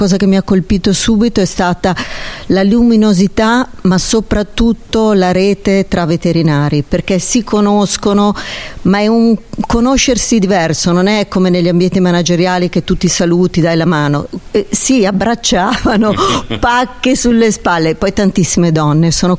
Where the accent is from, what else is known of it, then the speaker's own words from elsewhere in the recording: Lombardy, Italy; Io ho 2 anni e mezzo, sono di Cremonese e quindi abbiamo Santa Lucia.